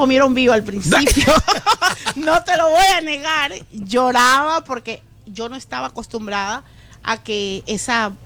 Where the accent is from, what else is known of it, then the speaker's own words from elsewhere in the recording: Ecuador; moved away as an adult; now in United States; Yo fui maestra en mi país 20 años, okay, en un colegio de mucho prestigio en Ecuador.